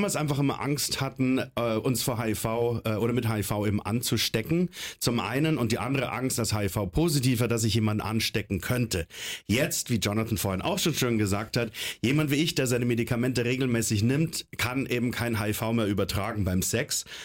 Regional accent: Bavaria, Germany; now in Berlin, Germany; Ich komme ursprünglich aus Bayern, deswegen trage ich auch eine Lederhose.

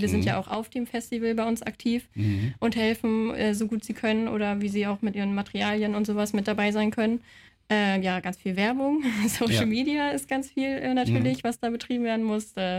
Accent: Jever, Lower Saxony, Germany; now in Bremen, Germany; weil ich wohne in Bremen. Also ursprünglich komme ich auch aus Jever.

